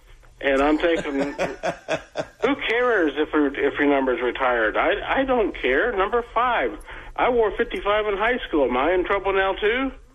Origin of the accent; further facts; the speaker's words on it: Mackey, Indiana, United States; now in Evansville, United States; Well, I'm originally from Mackey. I live in Evansville.